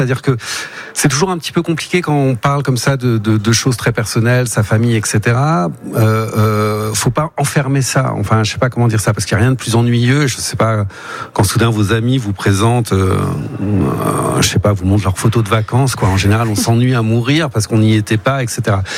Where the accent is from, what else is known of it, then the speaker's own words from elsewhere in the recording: Brittany, France; Moi, je viens de Bretagne.